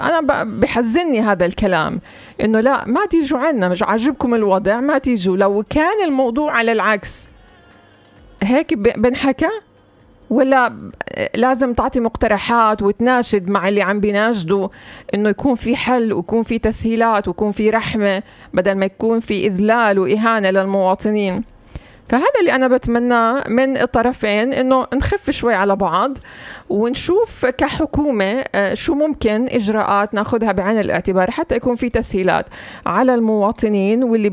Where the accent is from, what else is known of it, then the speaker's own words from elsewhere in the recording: Palestine; إحنا كفلسطينيين